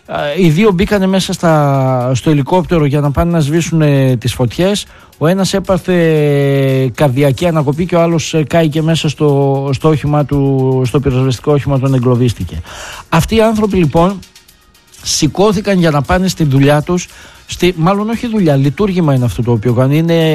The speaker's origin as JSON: {"language": "Greek", "country": "Greece"}